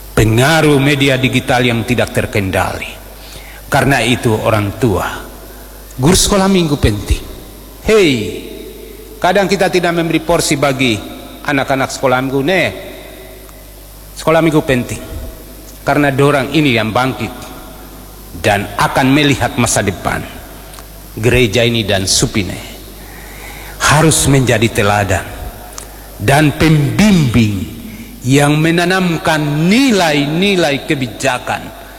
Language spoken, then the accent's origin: Indonesian; Papua, Indonesia; kita sendiri, orang Papua sendiri